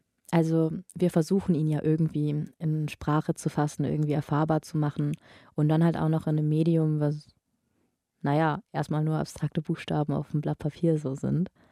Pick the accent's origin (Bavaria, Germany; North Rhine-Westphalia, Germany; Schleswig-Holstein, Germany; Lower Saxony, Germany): Lower Saxony, Germany; Oldenburg; Ich dachte damals auch nicht, ich komme ja aus Oldenburg, dass es da auch so groß ist, aber es ist riesig.